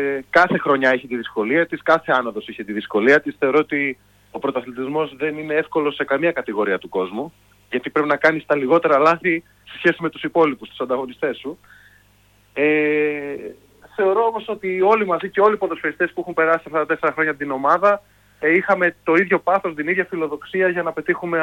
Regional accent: Kavala, Eastern Macedonia and Thrace, Greece; moved away as an adult; γιατί εγώ είμαι ένα παιδί από την Καβάλα και το 2022... Πήρα αυτό το ρίσκο να φύγω από την Καβάλα, να έρθω σε μια μεγαλύτερη πόλη, χωρίς να γνωρίζω τίποτα και κανέναν.

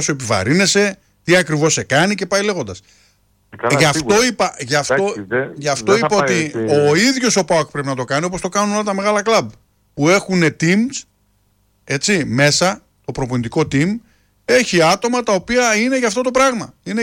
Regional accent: Greece; Έχουμε και μια νοοτροπία σαν Έλληνες

